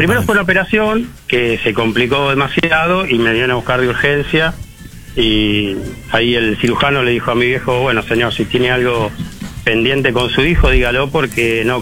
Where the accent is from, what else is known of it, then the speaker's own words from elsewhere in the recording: Lanús, Buenos Aires Province, Argentina; En Lanús, en Lanús.